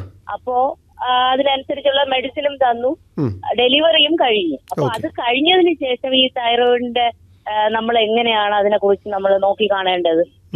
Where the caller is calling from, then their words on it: Neyyattinkara, Kerala, India; ഞാൻ നെയ്യാറ്റിൻകരയിൽനിന്നാണ് വിളിക്കുന്നത്.